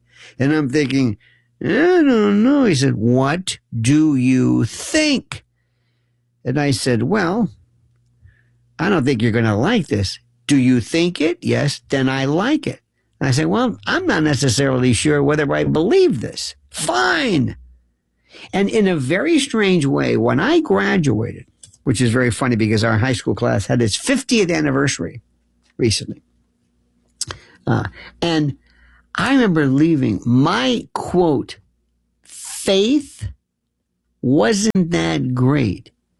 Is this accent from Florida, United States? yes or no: yes; Tampa, Florida, United States; And I lived in, growing up in Tampa, or Tampa, as you would say, which is the home of MacDill Air Force Base.